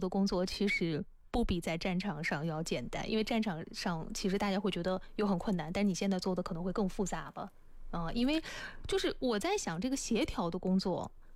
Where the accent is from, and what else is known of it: Anhui, China